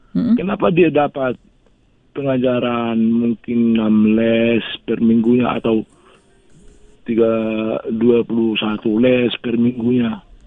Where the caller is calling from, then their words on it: Riau, Indonesia; Di Pelalawan